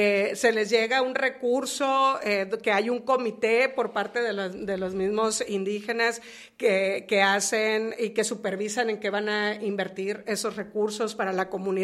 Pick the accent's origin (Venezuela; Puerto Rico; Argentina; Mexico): Mexico; soy de ahí de Huira